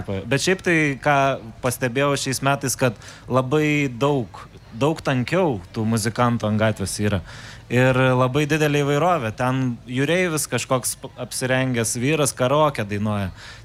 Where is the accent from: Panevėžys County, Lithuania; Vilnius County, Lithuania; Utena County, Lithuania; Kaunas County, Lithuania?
Vilnius County, Lithuania; Vilnius; Aš pats iš Vilnių, kai atvykau, tai GMD buvo mano karjeros pradžia.